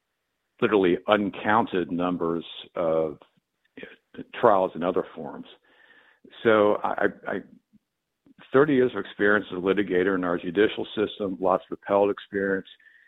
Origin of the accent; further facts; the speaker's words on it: Raleigh, North Carolina, United States; also born or lived in Asheville, North Carolina; that's why I grew up in this area. So I grew up basically between what is now in North Raleigh and Wake Forest. Went to Wake County Public Schools.